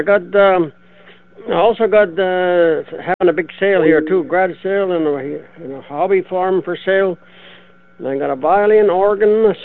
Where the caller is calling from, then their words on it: Manitoba, Canada; I'm calling from the Interlake.